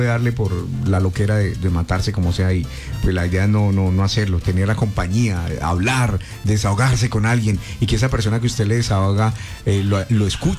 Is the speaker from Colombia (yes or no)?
yes; Bogotá, Bogotá D.C., Colombia; born there; Yo nací en Bogotá el 10 de agosto del 51.